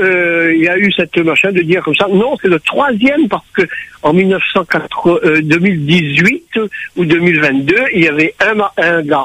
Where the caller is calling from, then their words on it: Bras-Panon, Réunion; De la rivière des Roches, côté Bras-Panon.